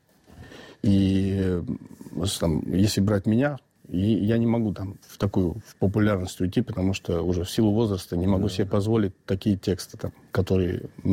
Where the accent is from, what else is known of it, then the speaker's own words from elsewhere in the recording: Chechnya, Russia; Сильный фильтр, потому что я чеченец.